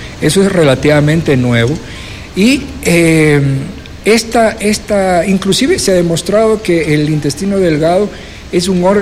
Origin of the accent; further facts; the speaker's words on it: Guayaquil, Guayas, Ecuador; now in Quito, Ecuador; yo cuando llegué, yo soy de Guayaquil, yo cuando llegué a Quito